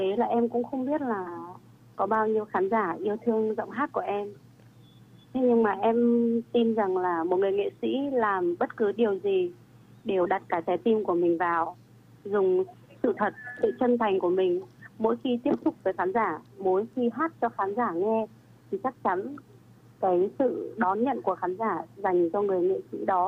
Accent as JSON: {"language": "Vietnamese", "region": "Nghệ An", "country": "Vietnam", "tie": "born or raised there", "said": "đặc biệt là khán giả Nghệ An quê em."}